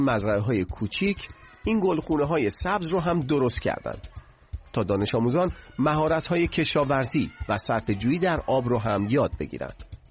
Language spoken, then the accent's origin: Persian; Rasht, Gilan, Iran; چیزی که من زمان بچگی یادمه، من بچه رشت هستم تو شمال ایران